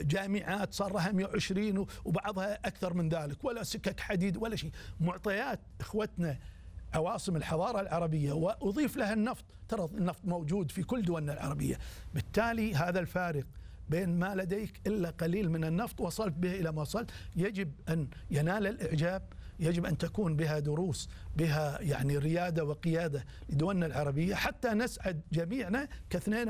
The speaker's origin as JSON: {"language": "Arabic", "country": "Kuwait", "said": "احنا الكويت"}